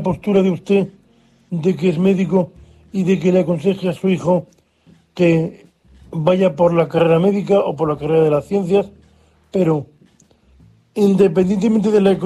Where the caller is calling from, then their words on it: Murcia, Region of Murcia, Spain; de Murcia.